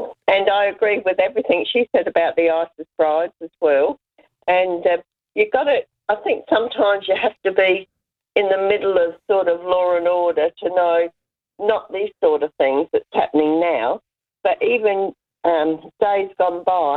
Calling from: Birkenhead, South Australia, Australia; I'm bringing from South Australia, Birkenhead

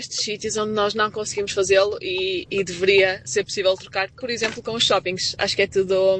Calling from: Northern Portugal, Portugal

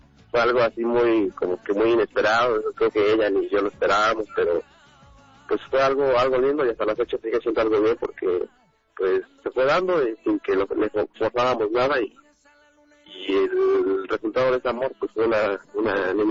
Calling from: Tehuacán, Puebla, Mexico; Desde acá en la Jime, Tehuacán

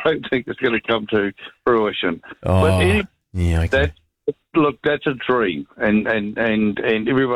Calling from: Upper Hutt, Wellington, New Zealand; We're here now. We're in Upper Hutt.

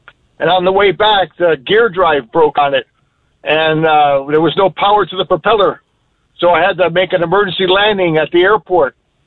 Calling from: United States; I'm an American.

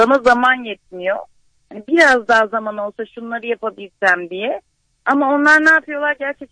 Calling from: Istanbul, Turkey

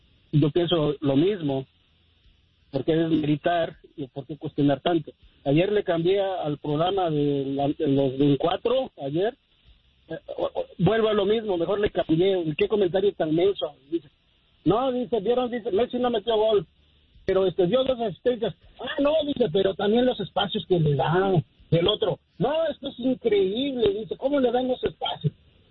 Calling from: Mexico; yo como mexicano no me toca juzgar eso.

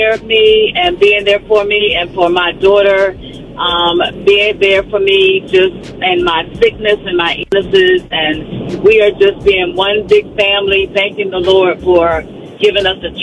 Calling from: Dinwiddie, Virginia, United States; I'm calling from Dinwiddie, Virginia.

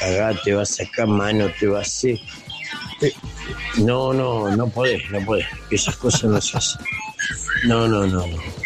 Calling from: Villa Gobernador Gálvez, Santa Fe, Argentina; de Villa Gobernador Galvez.

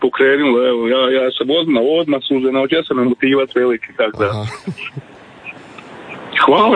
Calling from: Našice, Osijek-Baranja County, Croatia; ja sam iz Našica, imamo to Vata jezero Lapovac, evo tu se kupamo i to.

